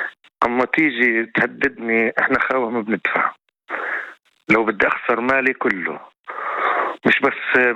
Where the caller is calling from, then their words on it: West Bank, Palestine; عندنا في الضفة الغربية